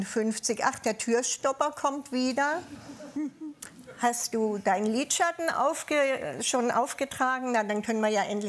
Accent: Southern Germany, Germany; accent: Southern German dialect; Kam dann auch noch mit meinem süddeutschen Dialekt.

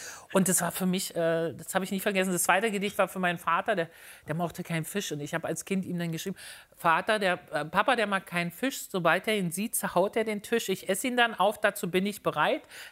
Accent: Berlin, Germany

